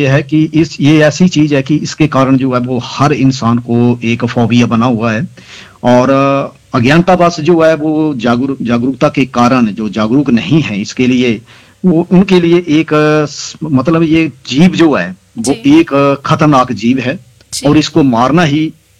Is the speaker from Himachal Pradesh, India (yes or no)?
yes; Kangra district, Himachal Pradesh, India; मैं जिला कांगड़ा, अपना तहसील जसीमपुर, आनपुर गांव से हूँ